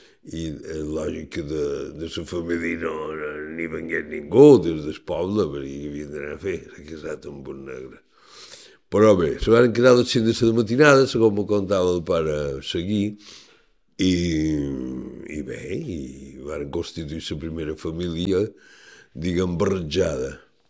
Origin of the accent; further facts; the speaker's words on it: Palma, Balearic Islands, Spain; aquesta barriada pràcticament és la meva, és la que he viscut més temps, tant d'infant com ara d'adult. Jo vaig néixer a Esterret el 2 de desembre, que està aquí darrere. Però llavors vam anar a viure aquí, General Riera